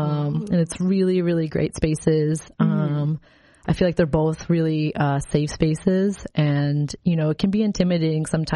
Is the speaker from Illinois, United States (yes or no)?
yes; Chicago, Illinois, United States; also born or lived in Indiana; we had moved from the city. Like I grew up in Chicago and we had moved to a rural, a very rural town in Indiana.